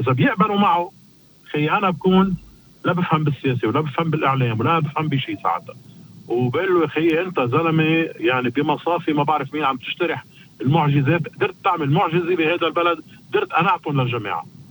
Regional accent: Lebanon; نحن كلبنانيين

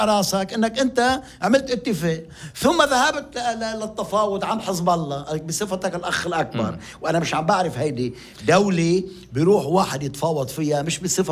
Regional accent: Lebanon; نحن دولتنا في لبنان

